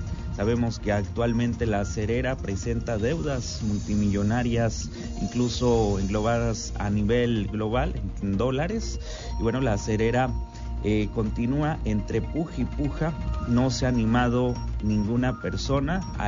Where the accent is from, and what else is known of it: Mexico